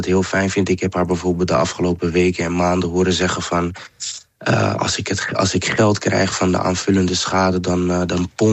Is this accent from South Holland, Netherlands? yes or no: no; Amsterdam, North Holland, Netherlands; Ik ben opgegroeid in Amsterdam-Oost.